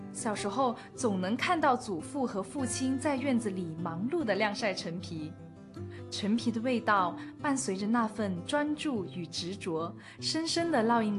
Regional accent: Macau; 长在中国澳门，祖籍在广东江门。

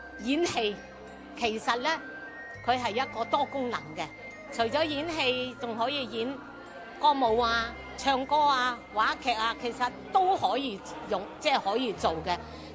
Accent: Guangzhou, Guangdong, China; 我哋廣州人，我哋廣東人。

